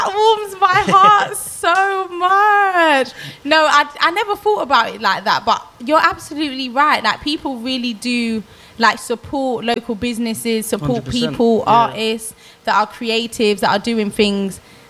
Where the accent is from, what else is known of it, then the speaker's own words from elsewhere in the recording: Croydon, London, United Kingdom; I grew up in Croydon.